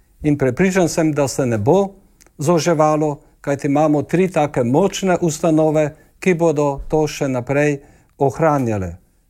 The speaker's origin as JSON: {"language": "Slovenian", "region": "Prekmurje", "country": "Slovenia", "said": "jaz kot trenutni predsednik celjske Mohorjeve prihajam z obrobja, iz Prekmurja, ki je komaj 100 let povezano z osrednjo Slovenijo."}